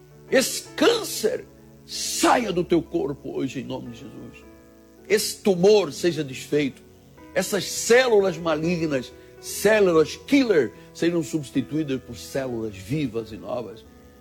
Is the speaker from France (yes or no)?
no; Angola; born there; de um acidente quando eu era um jovem no exército lá em Angola, onde eu nasci, uma antiga colônia de Portugal